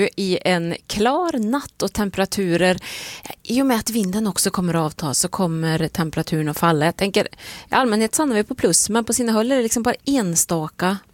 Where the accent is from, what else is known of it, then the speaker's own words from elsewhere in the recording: Sweden; När det är mina hemtrakter.